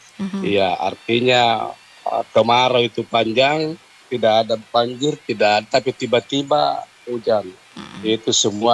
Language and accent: Indonesian; Makassar, South Sulawesi, Indonesia; biar kita asli Makassar